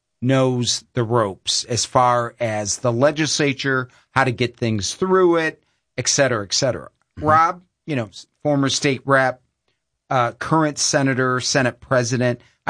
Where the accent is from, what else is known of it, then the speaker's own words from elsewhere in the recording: Toledo, Ohio, United States; I'm originally from Toledo. He's from Napoleon.